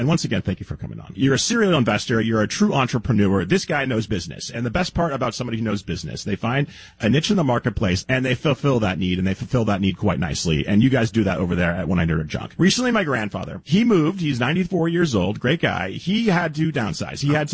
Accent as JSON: {"language": "English", "town": "Los Angeles", "region": "California", "country": "United States", "tie": "born or raised there", "said": "neighborhood here in Los Angeles that's becoming highly gentrified. And a couple of years ago, for years in my hometown, there was this bowling alley called Mr. T's."}